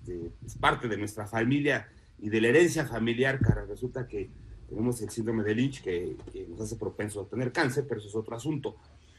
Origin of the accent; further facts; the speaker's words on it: Mexico; yo siempre he dicho que el mole es el plato que nos da identidad como mexicano